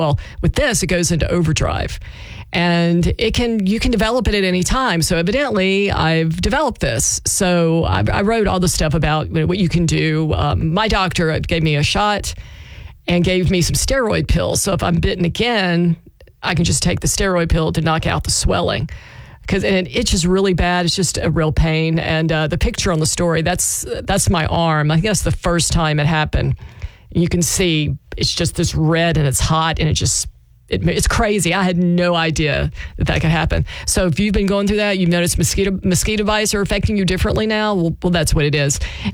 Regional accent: Louisiana, United States; I grew up in South Louisiana.

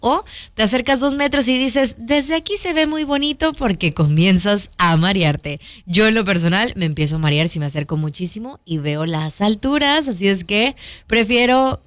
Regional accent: Monterrey, Nuevo León, Mexico; a mí me encanta obviamente mi ciudad natal, Monterrey, que tiene muchos, pero muchos rascacielos.

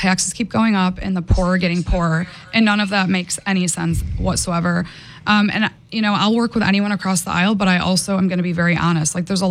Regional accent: Auburn, New York, United States; now in Washington, United States; I'm from Auburn, New York. My dad's a corrections officer.

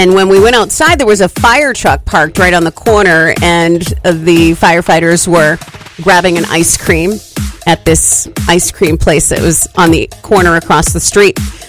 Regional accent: Maine, United States; We are both from Maine

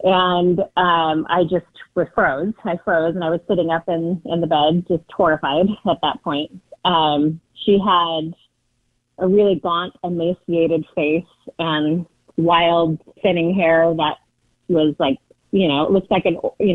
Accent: Portland, Oregon, United States; I'm from Portland, Oregon as well.

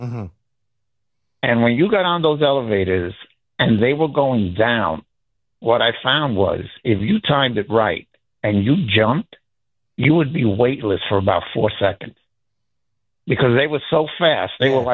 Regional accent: New York, United States; I'm a lifetime New Yorker, born and raised here.

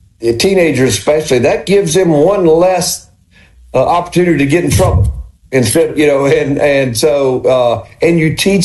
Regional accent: Mississippi, United States; I grew up in Walthall County on a farm

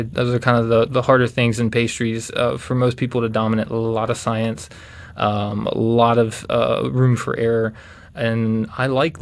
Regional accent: Zihuatanejo, Guerrero, Mexico; moved away as an adult; now in United States; I'm from Mexico in a small town called Ixtapas y Huatanejo. It's on the Pacific coast.

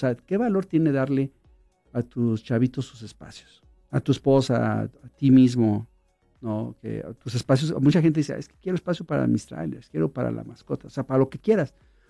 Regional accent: Mexico; En mis tiempos, cuando perdían los partidos allá, yo soy de México.

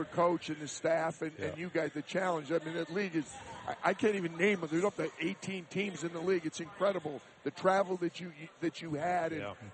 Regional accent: Seattle, Washington, United States; Well, I'm biased. I'm from Seattle, so I got a chance to watch Hannes a lot at practice and at games.

